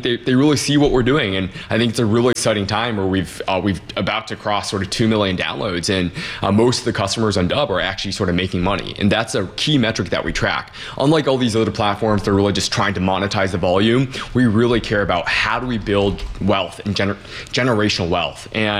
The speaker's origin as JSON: {"language": "English", "town": "Detroit", "region": "Michigan", "country": "United States", "tie": "born or raised there", "said": "Yeah, so born and raised in Detroit, my parents are immigrants. We didn't have a lot of money growing up."}